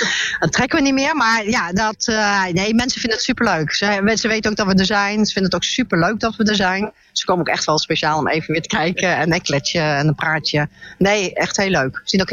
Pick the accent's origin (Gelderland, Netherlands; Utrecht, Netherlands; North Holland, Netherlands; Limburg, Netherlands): Gelderland, Netherlands; Westervoort; Ja. Ja. We komen uit Westervoort.